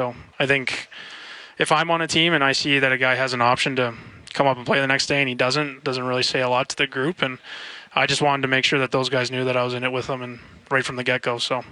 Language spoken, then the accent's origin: English; Canada; And I was, you know, being Canadian, I'd have to worry about the visa or anything like that.